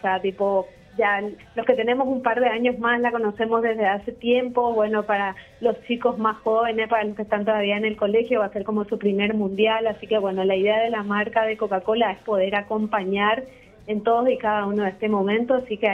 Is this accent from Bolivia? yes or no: no; Paraguay